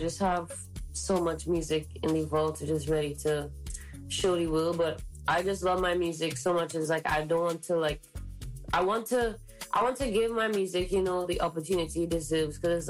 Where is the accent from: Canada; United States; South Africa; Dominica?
Dominica; also born or lived in Trinidad and Tobago / Barbados; like, I'm mixed because I'm from Trinidad. My dad's from Dominica. And, you know, there's no... Dominica is really not getting that shine from bouillon music, you know. And I grew up in Dominica.